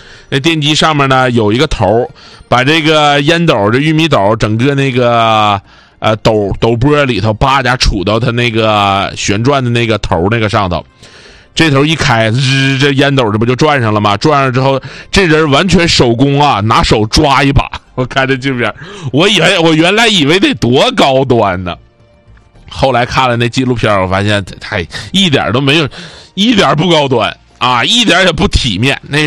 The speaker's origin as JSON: {"language": "Chinese", "region": "Northeast China", "country": "China", "accent": "Northeastern dialect", "said": "用我们东北话讲"}